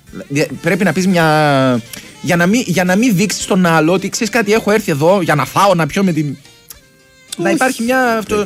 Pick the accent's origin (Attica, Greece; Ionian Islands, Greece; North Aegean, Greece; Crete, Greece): Crete, Greece; Και δεν το λέω επειδή είναι ο τόπος μου.